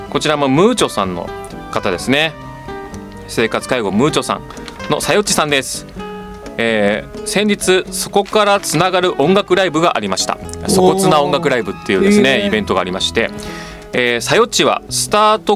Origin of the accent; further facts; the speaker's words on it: Miyagi, Japan; 夫のいてるくんと一緒にふるさとの宮城県に6日間帰っているところです